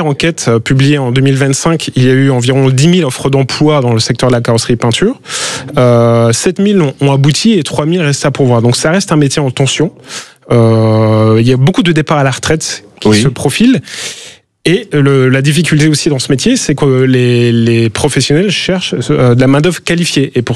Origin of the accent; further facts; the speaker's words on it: Grand Est, France; Moi, je suis Alsacien, je suis très fier de cette région-là.